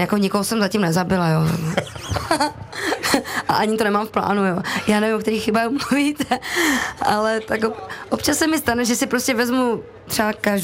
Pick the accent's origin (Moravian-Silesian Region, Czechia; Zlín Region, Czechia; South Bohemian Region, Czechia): Zlín Region, Czechia; Otrokovice; Já pocházím z Otrokovic. Otrokovice jsou vlastně takové místo, oblast, kde další už město je už nějaká jakoby folklorní oblast, takže jako Zlín, už je Valašsko, Uherské Hradiště, Slovácko a potom Kroměříž